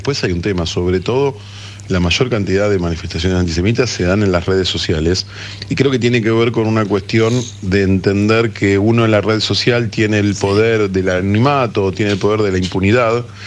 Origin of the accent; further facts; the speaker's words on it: Argentina; somos argentinos judíos. Y no es un tecnicismo menor. O sea, somos una población argentina que defendemos a nuestro país